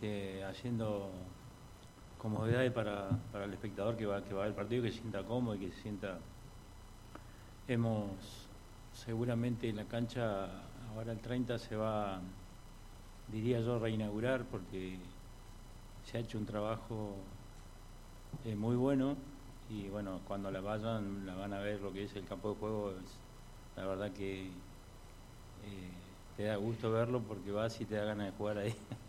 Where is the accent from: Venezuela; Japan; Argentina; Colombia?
Argentina; Mainqué, Río Negro; yo que vengo de la zona de Maiqué, Huergo, Cervantes, donde se jugaba fútbol